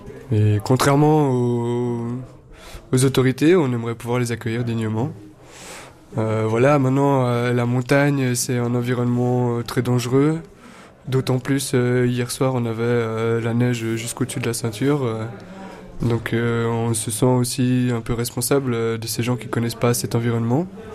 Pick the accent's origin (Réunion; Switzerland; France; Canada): Switzerland; Geneva; Je viens de Genève, je suis né là-bas, j'ai beaucoup voyagé mais j'habite à l'instant là-bas.